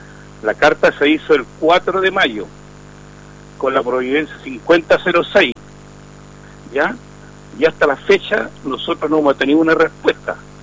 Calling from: Coronel, Biobío, Chile; yo estoy llamando acá a Cerro Marquín.

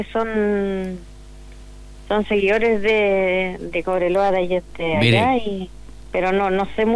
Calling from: Ñuble, Chile

